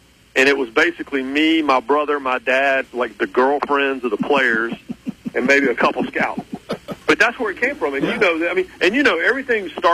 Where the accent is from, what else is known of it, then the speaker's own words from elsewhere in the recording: Raleigh, North Carolina, United States; growing up in Raleigh in the 80s